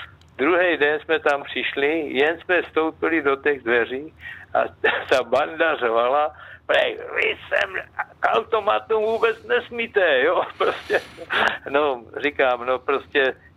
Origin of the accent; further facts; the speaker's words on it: Kostelec nad Orlicí, Hradec Králové Region, Czechia; to já jsem z Kostelce, to je na Zorlici